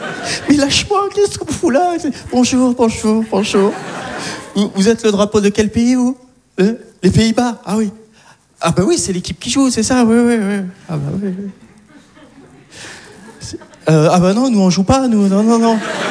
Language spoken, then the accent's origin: French; Algeria; Non, je suis content d'être algérien. Et je le dis d'ailleurs allègrement que je suis algérien.